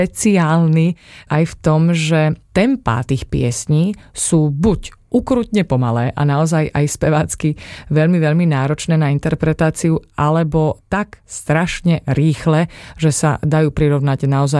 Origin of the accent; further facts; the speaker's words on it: western Slovakia, Slovakia; Vedel, že som zo západného Slovenska, že mám k repertoáru povedzme Záhoria alebo Trnavské roviny blízko